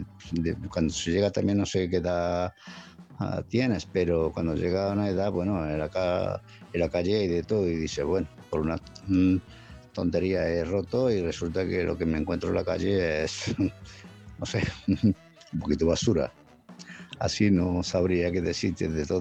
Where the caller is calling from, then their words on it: Málaga, Andalusia, Spain; de Málaga.